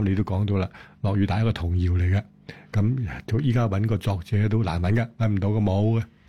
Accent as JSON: {"language": "Cantonese", "region": "Guangdong", "country": "China", "said": "就是我哋广东人嘅叫做口水歌，我哋叫口水歌"}